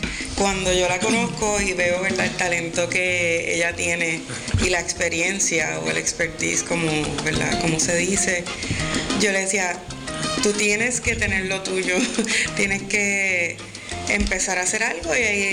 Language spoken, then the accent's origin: Spanish; Sabana Grande, Puerto Rico; yo soy de Sabana Grande, yo trabajaba en Ponce